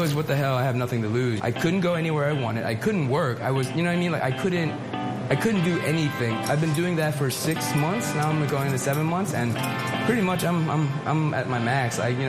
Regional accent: Woodland, New Jersey, United States; When I was younger, I'm from Woodland in South Jersey. It's kind of a rough neighborhood, and my mom wouldn't really let me go out at night.

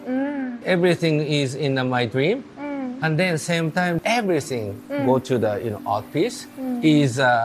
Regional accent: Japan; English is a second language; I am Japanese. I came from East.

